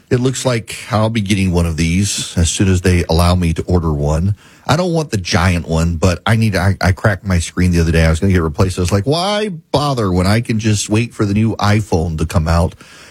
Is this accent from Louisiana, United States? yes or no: no; Georgia, United States; I know my home state of Georgia has more Flock cameras per capita than anywhere else.